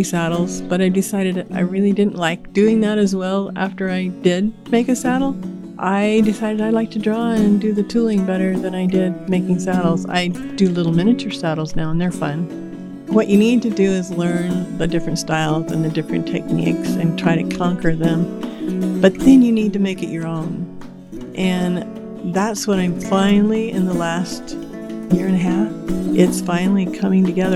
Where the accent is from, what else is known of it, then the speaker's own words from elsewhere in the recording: Emmett, Idaho, United States; born there; I'm from Image, Idaho